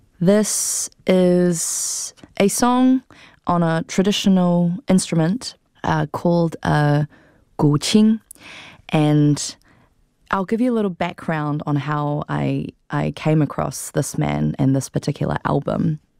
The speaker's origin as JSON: {"language": "English", "country": "New Zealand", "said": "I told them, hi, I'm an artist from Aotearoa, New Zealand."}